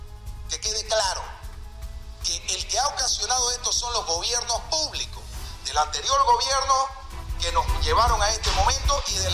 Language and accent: Spanish; Santa Cruz, Bolivia; Y nosotros como pueblo boliviano, como pueblo cruceño